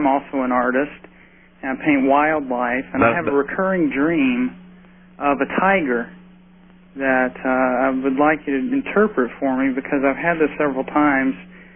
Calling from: Memphis, Tennessee, United States; I'm from Memphis.

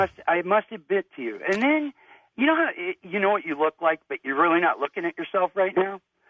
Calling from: Reno, Nevada, United States; I'm calling you from Reno.

